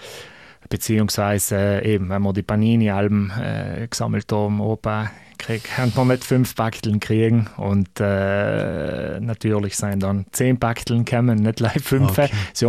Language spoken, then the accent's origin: German; Bolzano, Trentino-Alto Adige, Italy; Also wir haben einen Nachbar gehabt in Bozen, wo ich aufgewachsen bin.